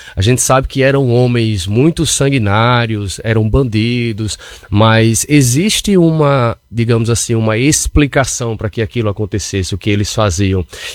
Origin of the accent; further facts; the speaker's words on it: Mossoró, Rio Grande do Norte, Brazil; eu nasci lá na Baixinha, no Abolição 1, e eu dançava na quadrilha Zé Matutinho.